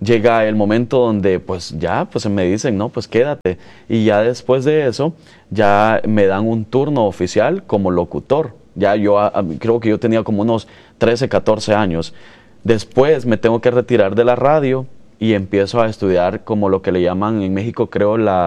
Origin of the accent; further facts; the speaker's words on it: Nueva Concepción, Chalatenango, El Salvador; now in Alabama, United States; Soy originario de la Nueva Concepción, Chalatenango, en El Salvador